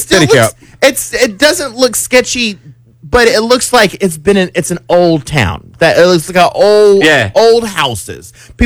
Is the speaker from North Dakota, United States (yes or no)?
no; Dallas, Texas, United States; I said, yeah, because I'm from Oak Cliff.